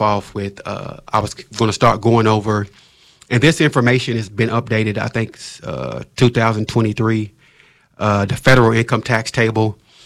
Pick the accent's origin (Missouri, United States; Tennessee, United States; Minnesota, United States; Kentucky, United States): Kentucky, United States; Lexington; from my hometown of Lexington, Kentucky.